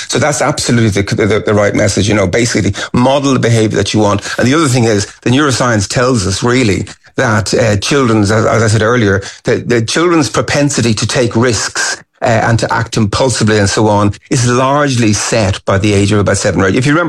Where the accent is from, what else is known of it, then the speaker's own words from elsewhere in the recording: Kilmacud, Leinster, Ireland; I remember growing up in Kilmacud in the 60s, and there was a very famous tragic accident involving a bubble car